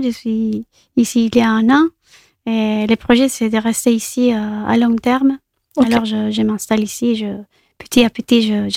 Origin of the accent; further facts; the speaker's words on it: Colombia; French is a second language; moved away as an adult; now in France; Comme je disais pendant l'émission … je viens de la Colombie. J'ai fait mes études de master ici en France, en Nantes précisément, il y a 7 ans déjà.